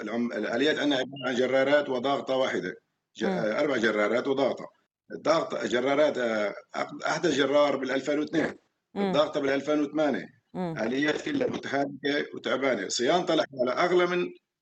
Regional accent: Sheikh Saad, Daraa Governorate, Syria; نحن ببلدة الشيخ سعد

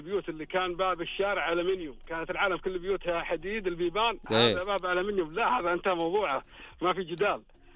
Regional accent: Khobar, Eastern Province, Saudi Arabia; انا من اهل الشرقيه وعايش طول عمري في الخبر.

